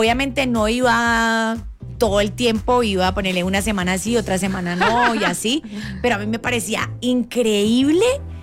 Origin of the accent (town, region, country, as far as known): Cali, Valle del Cauca, Colombia; born there